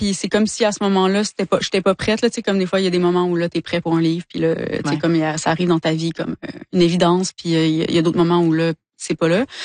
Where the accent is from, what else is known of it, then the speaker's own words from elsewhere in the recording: Quebec, Canada; Ma famille vient du bas du fleuve aussi, mais ouais, j'ai grandi en Gaspésie.